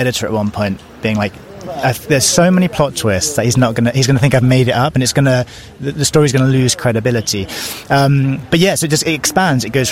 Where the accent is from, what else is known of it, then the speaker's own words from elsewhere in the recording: United Kingdom; slightly inflated my international renown as a British author